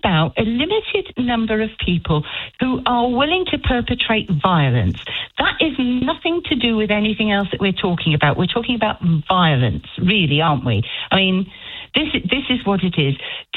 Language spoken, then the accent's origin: English; Scotland, United Kingdom; accent: English; you can hear I've got an English accent. I'm accused of being English all the time. I'm not. I'm Scottish.